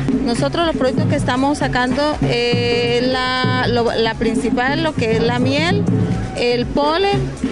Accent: Ábrego, Norte de Santander, Colombia; Nosotros somos del municipio de Ábrego, Ocaña, norte de Santander.

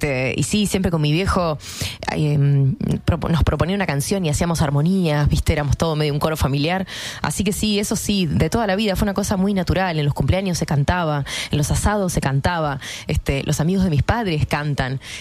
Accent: Tarariras, Colonia, Uruguay; also born or lived in Buenos Aires, Argentina; yo soy de Tarariras, de un pueblo chico, donde no había mucha referencia musical.

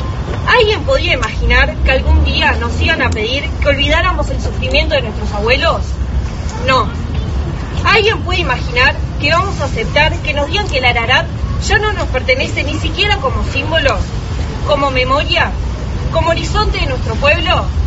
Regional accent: Uruguay; somos armenios, que somos uruguayos

